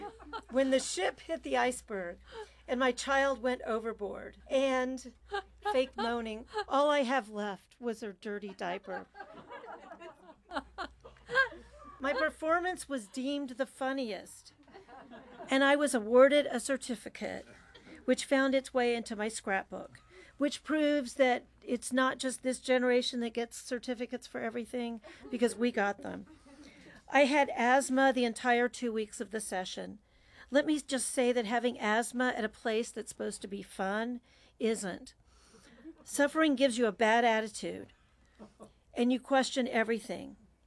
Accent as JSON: {"language": "English", "town": "Houston", "region": "Texas", "country": "United States", "tie": "born or raised there", "said": "I grew up in Houston"}